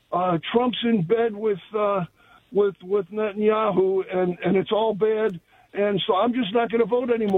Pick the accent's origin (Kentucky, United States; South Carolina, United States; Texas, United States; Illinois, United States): Illinois, United States; And, of course, I'm from Illinois, Illinois.